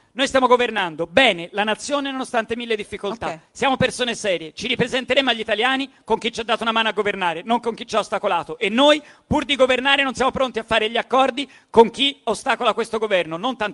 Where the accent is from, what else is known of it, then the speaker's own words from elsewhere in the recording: Tuscany, Italy; a me da Toscana interessa che vinca Siena.